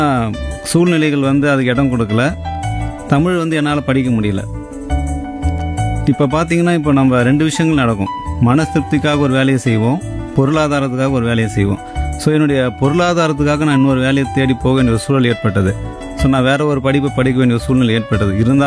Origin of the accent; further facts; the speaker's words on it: Chennai, Tamil Nadu, India; first language Tamil; also born or lived in Thanjavur; என்னுடைய சொந்த ஊர் அப்படின்னு பார்த்தீங்கன்னா தரணி போற்றும் தஞ்சாவூர். நான் பிறந்தது எல்லாமே சென்னையில் தான், படித்ததும் சென்னையில் தான்.